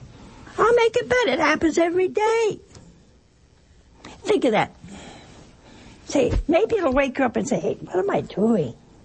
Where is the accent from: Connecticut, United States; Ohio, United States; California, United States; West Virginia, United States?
Ohio, United States; Oh, hey, that's my home state.